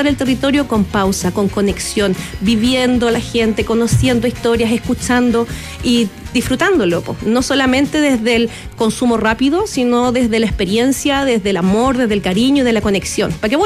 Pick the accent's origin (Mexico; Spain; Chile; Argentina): Chile; Pichidangui, Coquimbo; Yo vengo de Pichiangui. En Pichiangui tenemos el Cerro Santa Inés